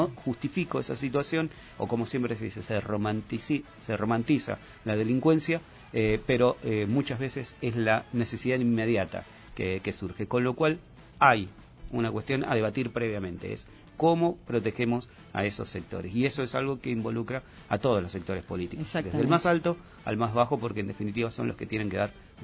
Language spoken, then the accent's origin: Spanish; Argentina